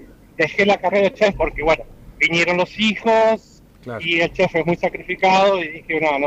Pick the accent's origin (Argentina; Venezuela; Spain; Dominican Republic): Argentina; Paraná, Entre Ríos; also born or lived in Buenos Aires / New York; now in Miami, United States; Me crié en Paraná